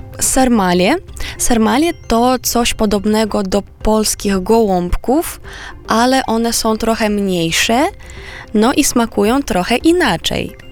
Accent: Moldova; Polish is a second language; now in Poland; jak powiedziałam, że jestem z małego miasta, to oczywiście Kiszyniów, no to jest duże miasto dla mnie.

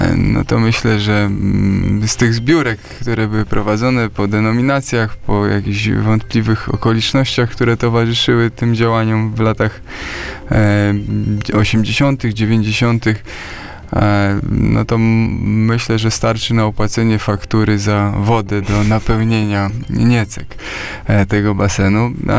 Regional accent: Otwock, Masovian Voivodeship, Poland; kiedy będzie basen w Otwocku, to pytanie, które w zasadzie słyszałem od zawsze, kiedy się urodziłem i mieszkałem w tym mieście.

